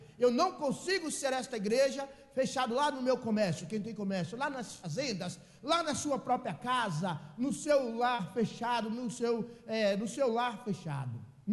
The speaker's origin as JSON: {"language": "Portuguese", "area": "Jequitinhonha Valley", "region": "Minas Gerais", "country": "Brazil", "moved": "as an adult", "said": "Estou nessa região já há 2 anos, já há 2 anos nessa região, mas não sou dessa região, sou do Vale do Jequitinhonha. Não conheço muito esta região"}